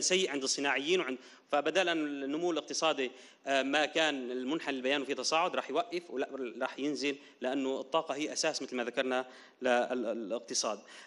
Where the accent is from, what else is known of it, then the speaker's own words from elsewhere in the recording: Syria; تستطيع تكرر للنفط الثقيل الموجود عندنا في سوريا في حال أزمات